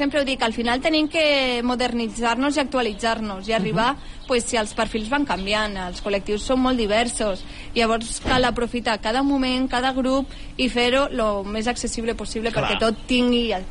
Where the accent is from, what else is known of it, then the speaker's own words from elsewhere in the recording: Valencian Community, Spain; soc valenciana